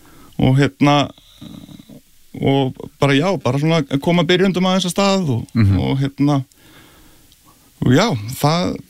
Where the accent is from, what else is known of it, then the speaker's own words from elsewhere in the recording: Reykjavik, Capital Region, Iceland; Já, ég ólst upp í Árbænum.